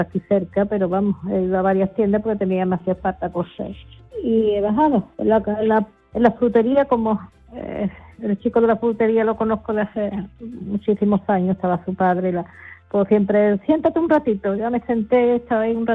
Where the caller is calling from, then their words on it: Seville, Andalusia, Spain; de Sevilla.